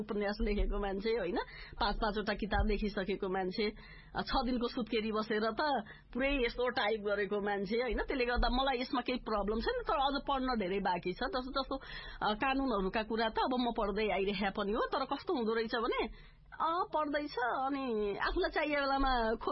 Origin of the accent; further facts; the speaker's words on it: Dang, Lumbini Province, Nepal; मेरो दाङ देशलाई